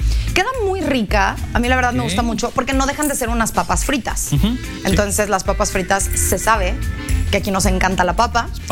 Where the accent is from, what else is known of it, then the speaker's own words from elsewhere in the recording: Mexico; para nosotros como mexicanos